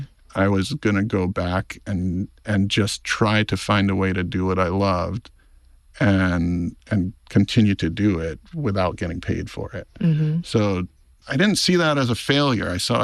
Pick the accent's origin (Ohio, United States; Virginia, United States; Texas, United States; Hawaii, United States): Hawaii, United States; born or raised there